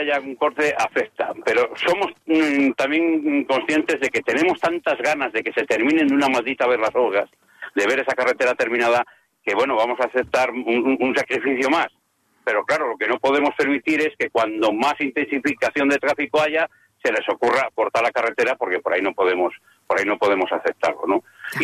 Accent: Zamora, Castile and León, Spain; será porque somos de Zamora

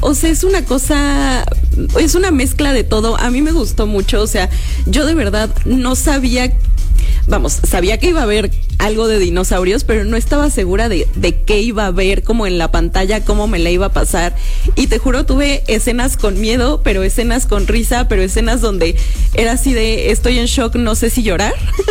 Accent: Mexico

